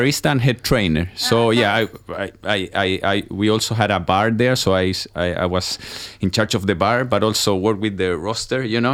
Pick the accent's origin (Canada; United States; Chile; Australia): Chile; moved away as an adult; So yeah, I'm from Chile, and I arrived here 17 years ago.